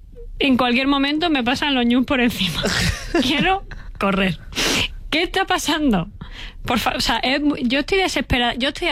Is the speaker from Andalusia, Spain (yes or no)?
no; Cuenca, Castilla-La Mancha, Spain; Y la otra, que soy de Cuenca, cojones.